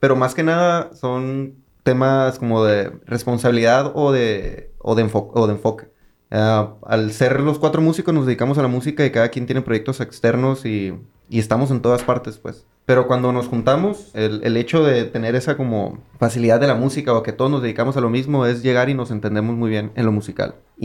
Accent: Mexicali, Baja California, Mexico; porque somos de Mexicali y queremos que esto sea para todos.

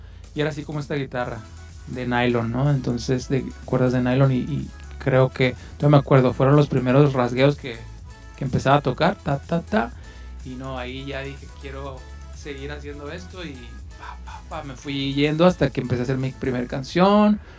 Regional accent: Mexicali, Baja California, Mexico; now in Tijuana, Mexico; Vengo desde Mexicali y pues aquí andamos en Tijuana.

